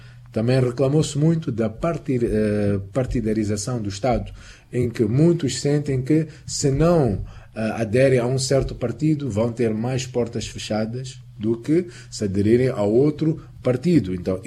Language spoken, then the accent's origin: Portuguese; Mozambique; Não só como muçulmanos, mas também como moçambicanos.